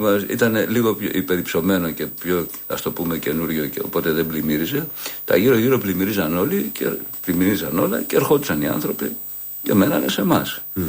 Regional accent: Piraeus, Attica, Greece; Εγώ μεγάλωσα στην Καστέλα μέχρι 3 χρονών και μετά πήγαμε στα Καμίνια. Στον Πειραιά.

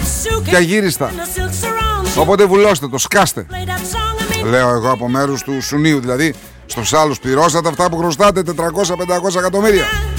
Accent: Central Macedonia, Greece

